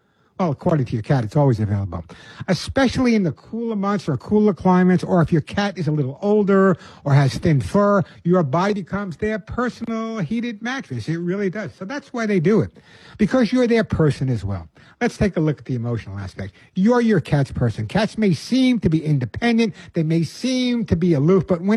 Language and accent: English; Long Island, New York, United States; now in Arizona, United States; I'm from Long Island.